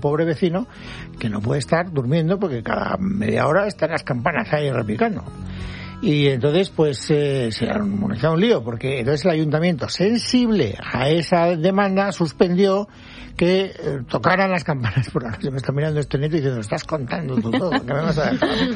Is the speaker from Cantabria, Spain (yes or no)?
no; Valencian Community, Spain; yo soy valenciano.